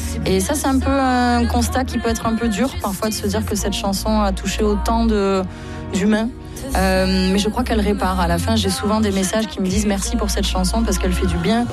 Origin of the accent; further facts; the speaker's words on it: south of France, France; Alors je suis sudiste, je pense que ça s'entend mon petit accent. Nous dans le sud, c'est pas vraiment un cliché, on est quand même assez nerveux au volant.